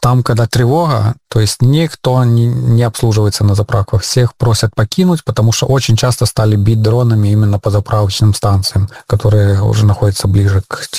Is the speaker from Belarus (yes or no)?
yes; Belarus; now in Ukraine; из Украины, я говорю, что я белорус, я как бы не украинец